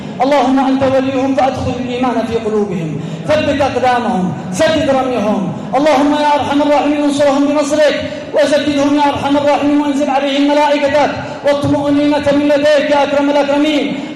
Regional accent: Taiz, Taiz Governorate, Yemen; نحن أبناء تعز هنا رأيناك أبا شفيقا

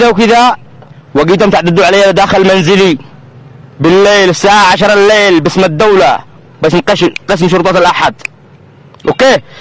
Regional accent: Taiz, Taiz Governorate, Yemen; نحن ابناء تعز

